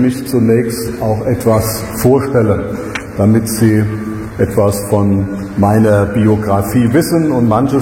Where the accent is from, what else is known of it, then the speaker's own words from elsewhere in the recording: Dillenburg, Hesse, Germany; Ich komme aus Dillenburg, das ist eine kleine Stadt in Hessen.